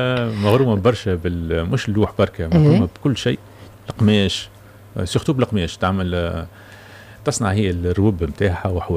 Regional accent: Tunisia; بلادنا تونس

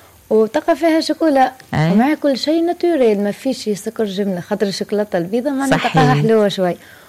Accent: Monastir Governorate, Tunisia; في المستير

